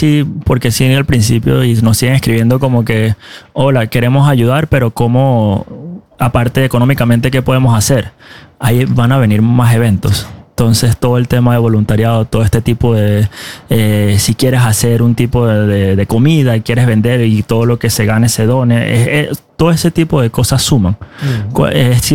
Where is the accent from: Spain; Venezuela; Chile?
Venezuela; Porque como venezolano a mí me duele mi país.